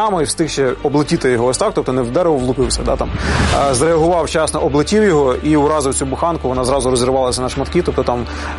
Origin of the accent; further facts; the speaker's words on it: Kyiv Oblast, Ukraine; наше рідне місто бомблять. Жили ми на той момент в Ужгороді, Київської області.